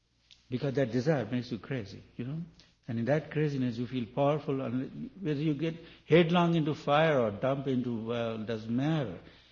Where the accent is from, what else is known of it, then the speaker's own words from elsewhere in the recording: India; Not because I'm from India or Sanskrit knowing person a little bit